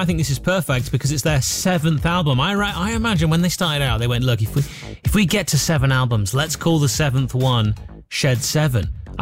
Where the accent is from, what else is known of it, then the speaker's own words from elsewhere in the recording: York, Yorkshire and the Humber, United Kingdom; yay. I'm from York.